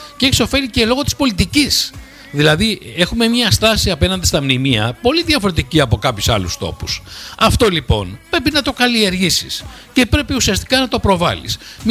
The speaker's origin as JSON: {"language": "Greek", "country": "Greece"}